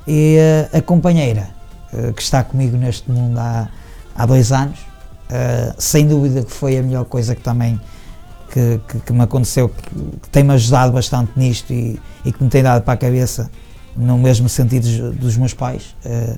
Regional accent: Penafiel, Porto, Portugal

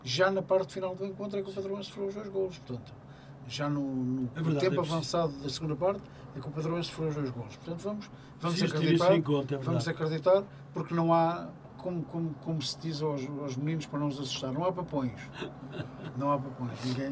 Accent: Matosinhos, Norte, Portugal; para nós que somos de Matosinhos

